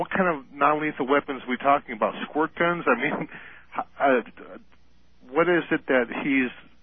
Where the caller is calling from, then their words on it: Los Angeles, California, United States; from San Pedro, which is in the Southern California area.